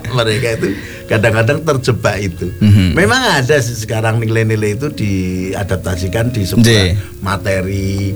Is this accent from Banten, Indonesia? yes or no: no; Special Region of Yogyakarta, Indonesia